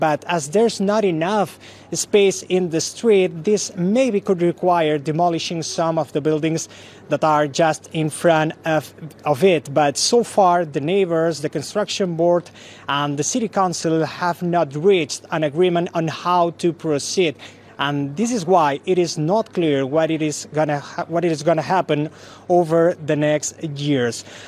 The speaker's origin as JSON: {"language": "English", "town": "Barcelona", "region": "Catalonia", "country": "Spain", "second_language": "English", "said": "I've been many, many times inside because I'm from here. I'm local from Barcelona."}